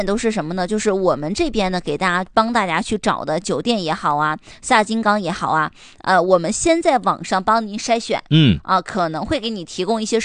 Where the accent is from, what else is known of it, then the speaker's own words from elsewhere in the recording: Northeast China, China; 咱们东北人说话都相对来说比较直嘛，直来直去的性格